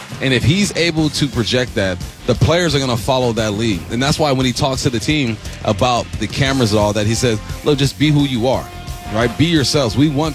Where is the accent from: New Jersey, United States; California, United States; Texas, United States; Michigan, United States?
California, United States; now in Seattle, United States; When I first moved out here, because I'm from Cali, right?